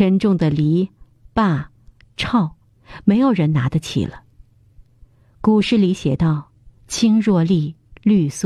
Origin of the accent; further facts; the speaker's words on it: Xikou, China; 这个叫溪口的小村庄是我长大的地方，开门见山，有四面青山，走不远见水，有一溪碧水环绕。这个小村庄没有工厂，没有雾霾，只有田野、村庄、大树、炊烟。